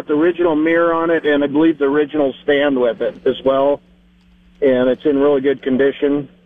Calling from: Belmont, United States; From Belmont.

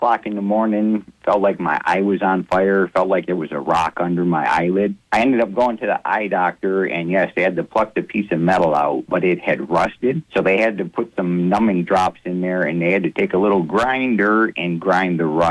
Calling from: Thompsonville, United States; from Thompsonville.

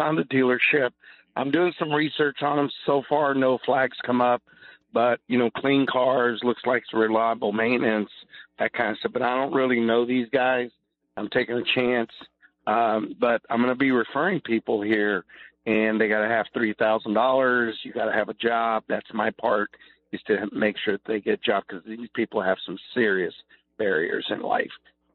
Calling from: Houston, Texas, United States; I live in Houston.

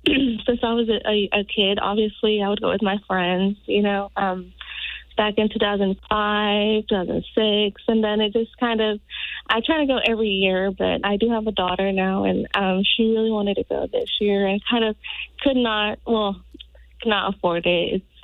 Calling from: Owasso, Oklahoma, United States; Hi, I'm calling from Owasso.

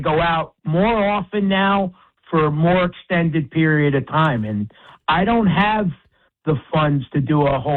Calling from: Westfield, New Jersey, United States; I'm in Westfield

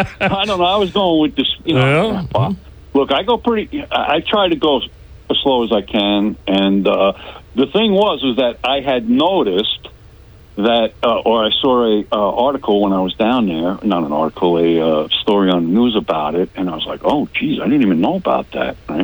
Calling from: Binghamton, New York, United States; West Side.

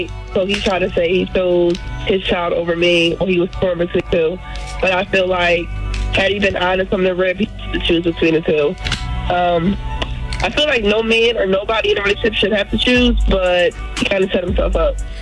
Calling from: New Jersey, United States; I'm calling from Jersey.

